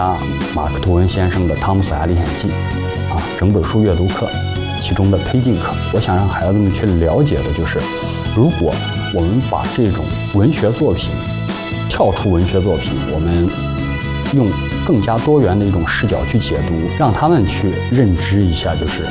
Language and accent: Chinese; Urumqi, Xinjiang, China; 我是来自新疆乌鲁木齐市的